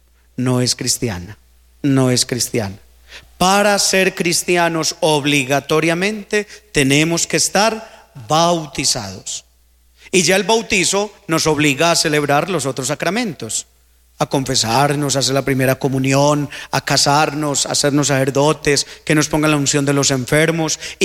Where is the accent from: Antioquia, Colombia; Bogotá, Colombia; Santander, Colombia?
Antioquia, Colombia; nosotros somos de Antioquía, de ahí viene.